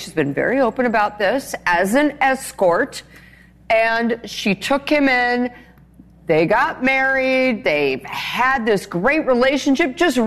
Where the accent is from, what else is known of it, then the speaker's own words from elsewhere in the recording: Cincinnati, Ohio, United States; I am from Ohio.